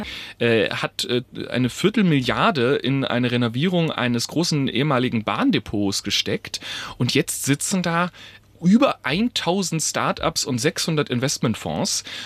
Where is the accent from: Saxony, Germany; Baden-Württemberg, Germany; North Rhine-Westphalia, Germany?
Baden-Württemberg, Germany; Heilbronn; Ja, also ich liebe meine Heimat natürlich, aber ehrlicherweise, Heilbronn ist jetzt nicht die sexieste Stadt.